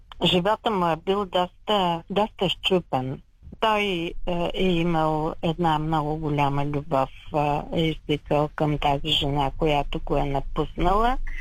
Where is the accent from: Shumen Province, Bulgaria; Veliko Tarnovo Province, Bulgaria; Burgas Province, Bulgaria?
Burgas Province, Bulgaria; Burgas; Аз много го обичам Бургаса, пак аз съм родена в Бургас.